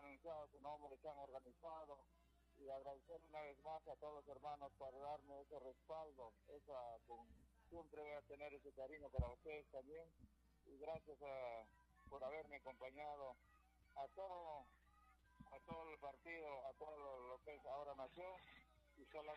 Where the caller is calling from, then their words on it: Puno, Peru; Yo también soy un hermano que vivo en Rosas Pata, sí.